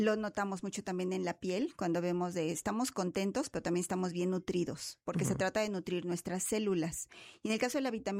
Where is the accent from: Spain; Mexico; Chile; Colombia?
Mexico; como sabemos que como mexicanos tenemos deficiencias de vitamina D